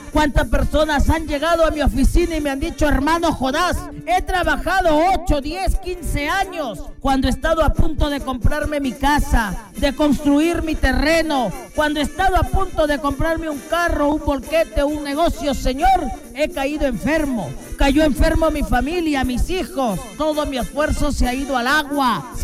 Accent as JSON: {"language": "Spanish", "town": "Salas", "region": "Lambayeque", "country": "Peru", "said": "Yo vengo desde Salas, Chiclayo, norteño a pura cepa, orgullo peruano, señor."}